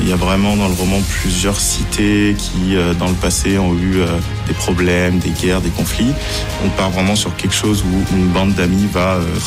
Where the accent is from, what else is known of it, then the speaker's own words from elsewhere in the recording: Auvergne-Rhône-Alpes, France; now in Gleizé, France; je suis habitant de Glézé depuis 5 ans maintenant, d'originaire plutôt de la région lyonnaise, Est Lyonnais.